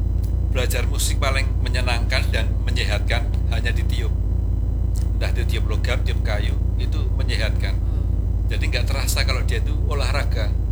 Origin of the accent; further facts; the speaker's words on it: Yogyakarta, Special Region of Yogyakarta, Indonesia; Padahal saya orang Jogja.